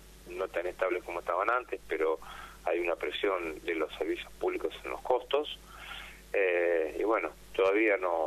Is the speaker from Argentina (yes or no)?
yes; Moreno, Buenos Aires Province, Argentina